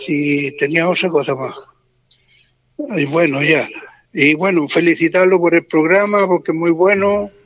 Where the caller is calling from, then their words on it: Chile; De aquí, de la Villa Jardín